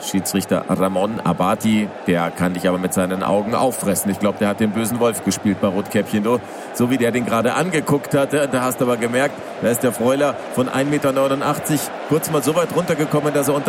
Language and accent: German; Germany; aber allein mein deutsches Naturell sagt mir, wir laufen als Deutsche gerne in unser Verderben